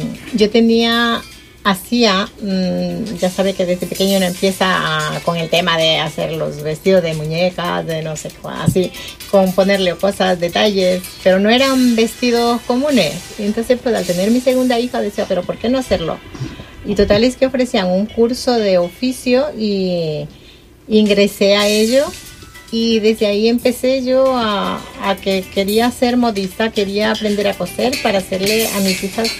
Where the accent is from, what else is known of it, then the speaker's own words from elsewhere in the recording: Ecuador; moved away as an adult; now in Zaragoza, Spain; soy ecuatoriana. Vine aquí a España hace 27 años, de profesión maestra de corte y confección, y en la actualidad diseñadora de moda. Vivo en Zaragoza esos 27 años